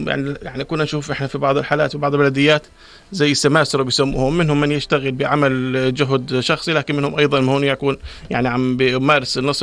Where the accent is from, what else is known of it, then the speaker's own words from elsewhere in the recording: Jordan; إحنا كمواطنين أردنيين وكحزب أردني